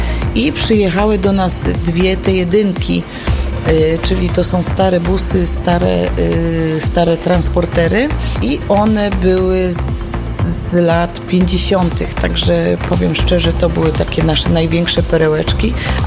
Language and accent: Polish; Opole Voivodeship, Poland